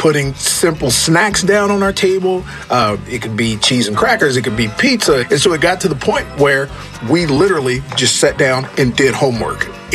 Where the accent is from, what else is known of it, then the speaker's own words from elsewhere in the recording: Oklahoma City, Oklahoma, United States; I'm from Oklahoma City, Oklahoma.